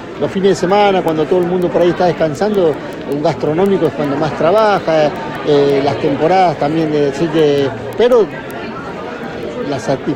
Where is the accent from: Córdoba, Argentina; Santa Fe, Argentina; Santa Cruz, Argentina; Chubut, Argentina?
Santa Cruz, Argentina; Puerto Deseado; born there; un orgullo venir a representar a la provincia y a mí, y también a mi pueblo, ¿no? Puerto Deseado.